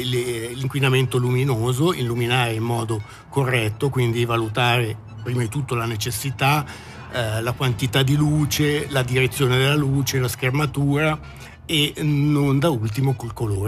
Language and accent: Italian; Ticino, Switzerland; now in -; io vengo dal Malcantone.